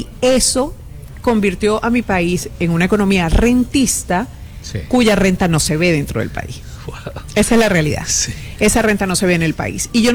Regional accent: Venezuela; moved away; yo misma, siendo venezolana

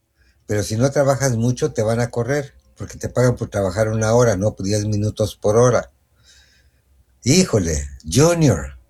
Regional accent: Mexico; los que somos mexicanos

